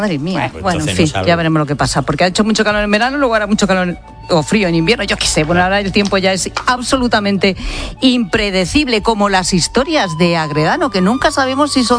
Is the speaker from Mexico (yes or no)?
no; Castile and León, Spain; hoy es la fiesta de mi pueblo, de María de Alista en Zamora